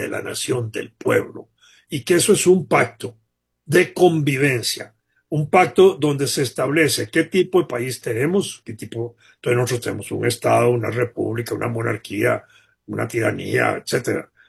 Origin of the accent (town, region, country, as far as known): Costa Rica